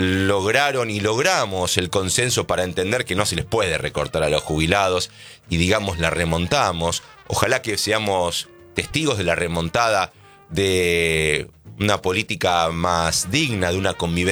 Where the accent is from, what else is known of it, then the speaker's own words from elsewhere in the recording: Argentina; como argentinas y argentinos